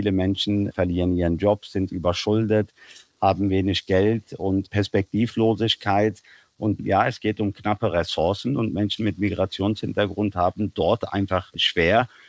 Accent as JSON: {"language": "German", "country": "Germany", "said": "ich lebe in Deutschland, ich bin Deutscher und ich bin hier zu Hause."}